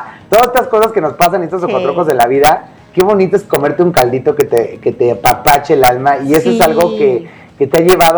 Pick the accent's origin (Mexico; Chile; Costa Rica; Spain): Mexico; somos mexicanos